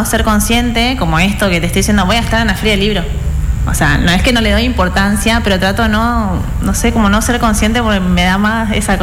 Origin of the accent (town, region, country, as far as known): Argentina